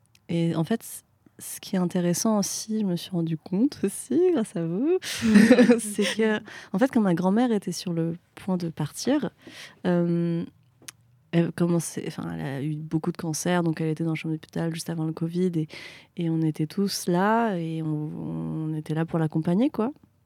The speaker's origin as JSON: {"language": "French", "country": "France", "tie": "born or raised there", "said": "ce fait que je peux pas communiquer autant dans ma manière dont j'ai grandi en France parce que l'éducation, mais aussi au Vietnam en fait, parce que je peux pas parler vietnamien"}